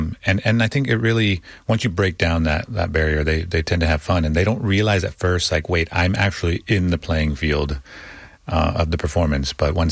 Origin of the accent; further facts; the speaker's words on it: Austin, Texas, United States; I grew up in Austin, but I spent a lot of time in Laredo.